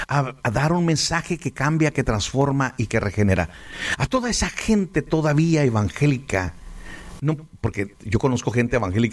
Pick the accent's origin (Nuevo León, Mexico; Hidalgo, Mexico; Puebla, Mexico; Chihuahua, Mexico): Chihuahua, Mexico; Ciudad Juárez; Pero como soy mexicano, no me rajo. O sea, claro, los mexicanos ahí vamos a estar. ¡Viva México!